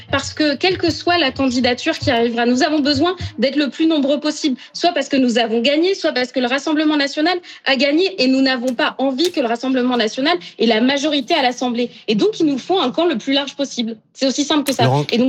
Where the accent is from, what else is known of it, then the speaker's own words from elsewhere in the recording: Nouvelle-Aquitaine, France; Enfin, moi, j'habite en Gironde, j'ai grandi en Gironde. C'est mon département qui a cramé. C'est la maison de mes amis qui a cramé.